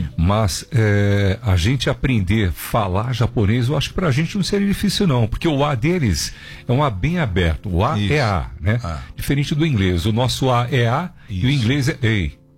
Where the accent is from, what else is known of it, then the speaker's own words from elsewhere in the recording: Portugal; Minha filhinha é portuguesa também, como eu, pá.